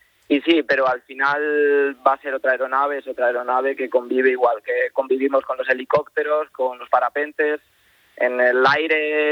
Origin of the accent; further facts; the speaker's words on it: Benavente, Castile and León, Spain; Soy de Benavente.